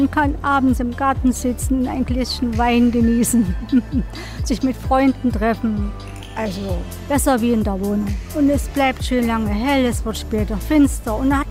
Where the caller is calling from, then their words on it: Hoyerswerda, Saxony, Germany; Ich komme aus Hoyerswerda